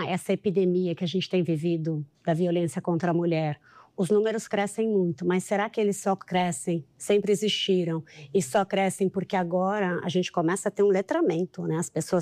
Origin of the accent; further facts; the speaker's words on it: Campinas, São Paulo, Brazil; moved away as an adult; now in São Paulo, Brazil; sou de Campinas